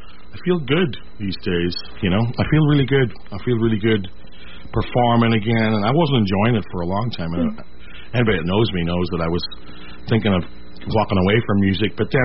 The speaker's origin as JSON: {"language": "English", "town": "Derry", "region": "Northern Ireland", "country": "United Kingdom", "tie": "born or raised there", "moved": "yes", "said": "I grew up in Derry."}